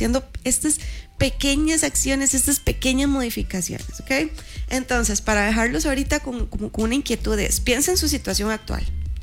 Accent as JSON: {"language": "Spanish", "country": "Costa Rica", "said": "yo sé que como ticos tenemos el dicho"}